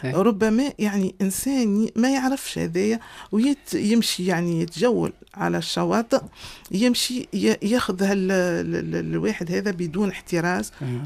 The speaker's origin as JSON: {"language": "Arabic", "country": "Tunisia", "said": "وأنا بالطبع كتونسية"}